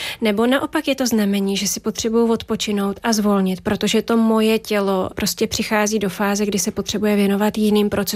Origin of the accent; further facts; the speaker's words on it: Louny, Ústí nad Labem Region, Czechia; To je moje rodné město Louny.